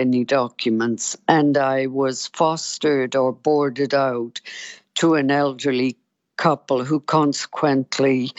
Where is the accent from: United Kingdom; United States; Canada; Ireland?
Ireland; Cork, County Cork; born or raised there; also born or lived in Bessborough, Cork